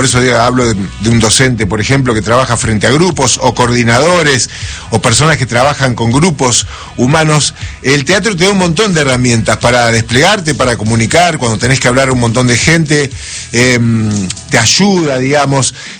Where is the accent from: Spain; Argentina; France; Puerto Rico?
Argentina; Nosotros que somos los argentinos, que somos descendientes de los italianos, nos la pasamos gesticulando con las manos